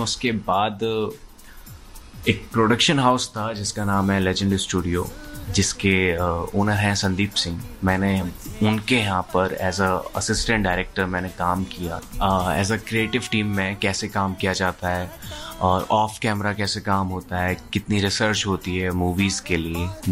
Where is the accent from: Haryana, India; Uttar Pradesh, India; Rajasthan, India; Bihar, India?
Uttar Pradesh, India; Aligarh; also born or lived in Delhi; now in Mumbai, India; मैं अलीगढ़ से हूँ तो उतना ज़्यादा कुछ ऐसे क्रेज़ है नहीं वहाँ पे। देन फिर मैं दिल्ली आया, मैंने थिएटर किया। फिर 2022 में मैं मुंबई आया।